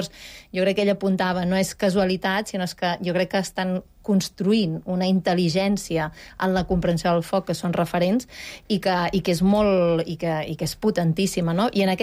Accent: Banyoles, Catalonia, Spain; jo que soc de Banyoles

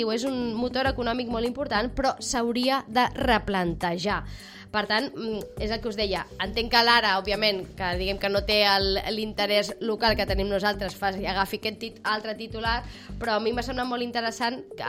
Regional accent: Sitges, Catalonia, Spain; en tant que sitgetans

